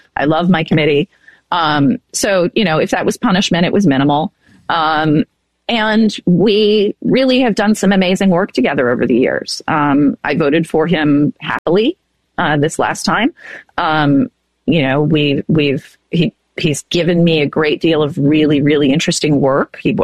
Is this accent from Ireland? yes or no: yes; Ireland; I'm Irish. I'm from the South. Of course I'm superstitious.